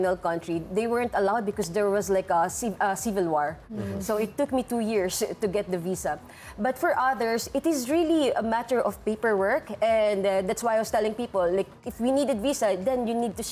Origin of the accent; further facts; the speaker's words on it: Philippines; I'm Filipino.